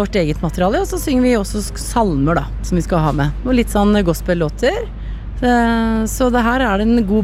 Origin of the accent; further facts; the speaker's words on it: Alvdal, Innlandet, Norway; men jeg har sunget i blandakor på Alvdal, der jeg kommer ifra.